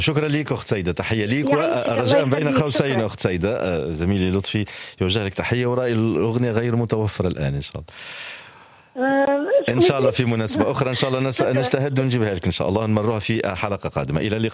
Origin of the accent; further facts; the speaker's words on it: Tunisia; أوكا شهادة عملناها في شكل يعني إشهار مجاني يعني لجمهوريتنا التونسية إن شاء الله.